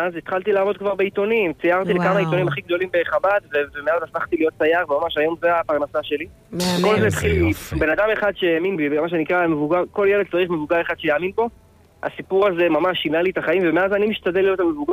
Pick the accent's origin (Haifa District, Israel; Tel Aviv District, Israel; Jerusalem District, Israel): Jerusalem District, Israel; Jerusalem; born there; אני גדלתי בתלמוד תורה, תורת אמת בירושלים